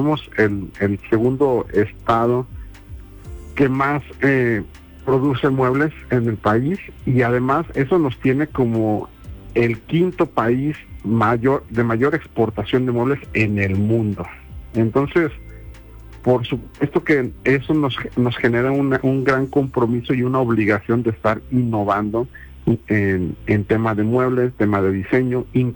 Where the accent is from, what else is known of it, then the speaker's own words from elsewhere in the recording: Mexico; si nosotros como mexicanos nos apoyamos, vamos a llegar más lejos.